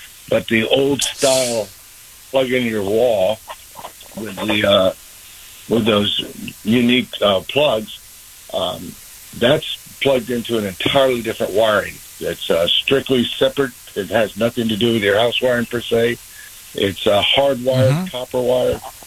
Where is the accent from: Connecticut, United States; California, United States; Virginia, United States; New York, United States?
Virginia, United States; moved away; I retired and moved back to my home where I grew up in Virginia.